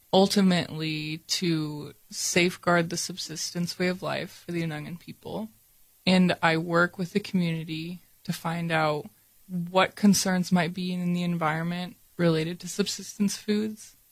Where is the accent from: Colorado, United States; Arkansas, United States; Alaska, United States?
Alaska, United States; Unalaska; I grew up here in Onalaska. I'm from here. My parents are from here. Their parents are from here. We've been here for a very long time.